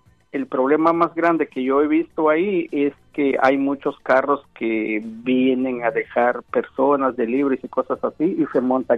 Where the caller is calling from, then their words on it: Chelsea, Massachusetts, United States; Yo vivo en La Grove